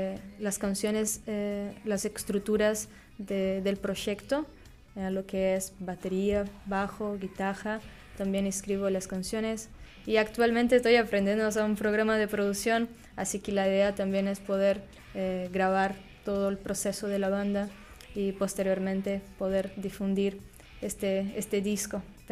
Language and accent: Spanish; Brazil; now in Uruguay; Yo soy de Brasil